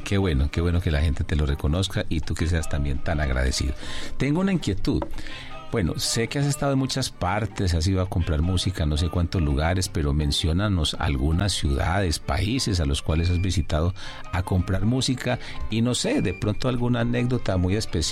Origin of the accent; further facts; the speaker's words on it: Antioquia, Colombia; así somos los paisas